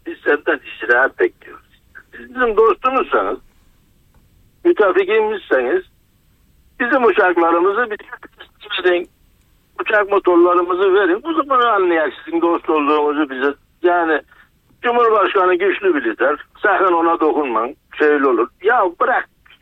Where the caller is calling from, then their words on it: Gaziantep, Turkey; ben Antep'ten.